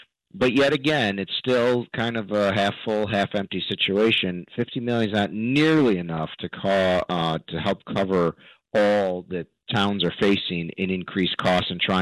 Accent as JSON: {"language": "English", "town": "Glenville", "region": "New York", "country": "United States", "tie": "born or raised there", "said": "So, for example, the town of Glenville, my hometown, has a village of Scotia within it."}